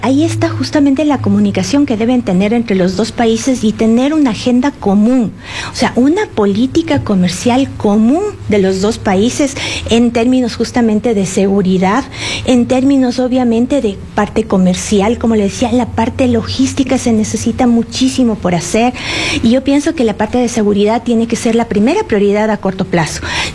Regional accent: Ecuador

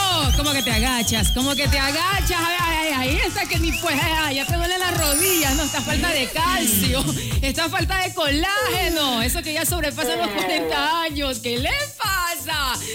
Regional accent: Guayaquil, Guayas, Ecuador; soy una guayaquileña trucha.

